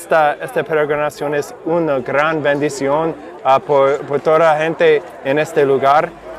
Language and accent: English; Nashville, Tennessee, United States; I'm from Nashville, Tennessee in the United States.